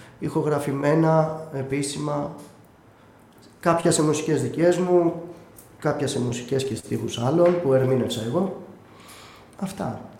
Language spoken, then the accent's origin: Greek; Athens, Attica, Greece; also born or lived in Heraklion, Crete; γεννήθηκα και μεγάλωσα στην Αθήνα.